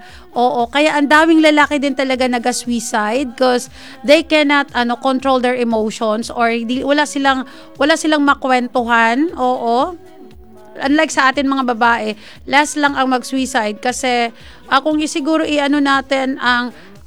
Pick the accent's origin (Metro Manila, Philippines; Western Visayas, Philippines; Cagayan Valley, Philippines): Western Visayas, Philippines; Opo, from origin po kami, Samlang. Opo, we are Ilonggo. Ayan. Ilonggo po yung pure Ilonggos po ang aking father. And then mestiza naman, Castilla mestiza.